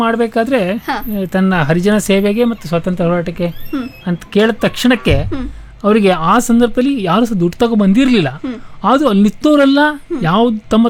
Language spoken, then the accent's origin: Kannada; Hosanagara, Karnataka, India; ನಾನು ಹೊಸನಗರದ ಓದ್ನವರೇ ಆದ್ರಿಂದ ಹೊಸನಗರದಲ್ಲಿ ಇದು ಹೇಗಿತ್ತು, ಹೇಗೆ ನಡೀತಿತ್ತು ಅಂದರೆ, ಹೊಸನಗರ ಒಂದು ತುಂಬ ಚಿಕ್ಕ ಹಳ್ಳಿನೇ ಆ ಲೆಕ್ಕದಲ್ಲಿ ಅವಾಗ, ಮತ್ತು ಸಾಕಷ್ಟು ಮುಳುಗಡೆಯಿಂದ ಮುಳುಗೋದಂಥ ಪ್ರದೇಶ.